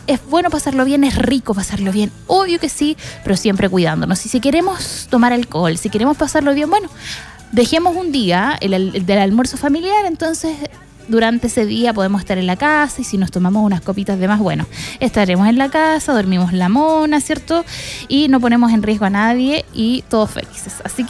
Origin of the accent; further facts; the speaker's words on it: San Vicente de Tagua Tagua, O'Higgins, Chile; now in Rancagua, Chile; las fondas de mi pueblo, amigos, son mejores. No es porque yo sea de San Vicente